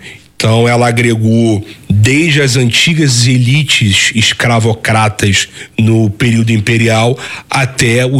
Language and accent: Portuguese; Rio de Janeiro, Brazil; also born or lived in Petrópolis; Todo carioca ele passa por isso. Eu já saí do Rio de Janeiro, morei em Petrópolis durante 2 anos.